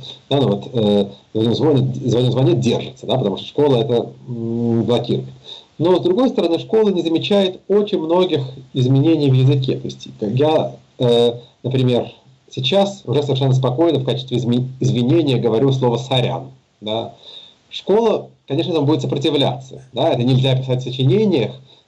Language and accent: Russian; Serbia; first language Serbian; Russian is a second language; естественно, понимаю все, что говорится по-хорватски, по-боснийски, по-черногорски, да, считая при этом, что мой родной язык сербский.